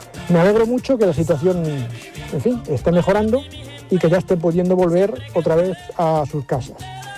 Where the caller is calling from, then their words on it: Talavera de la Reina, Castilla-La Mancha, Spain; de Talavera